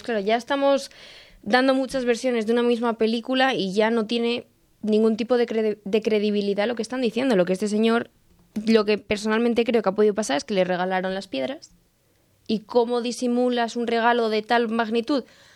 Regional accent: Spain; los que lo necesitamos somos los españoles.

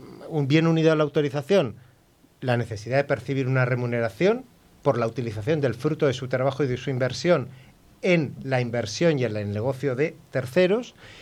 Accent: Basque Country, Spain; yo que soy vasco

